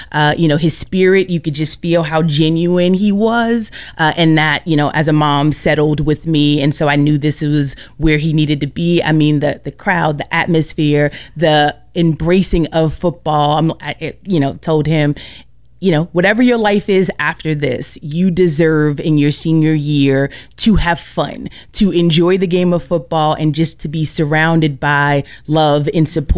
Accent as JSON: {"language": "English", "town": "Staten Island", "region": "New York", "country": "United States", "also_born_or_lived": "Charlotte", "said": "I am originally from Staten Island, New York. I lived in Charlotte, North Carolina for a while before coming to Florida, and we've been in Florida for the past 10 years."}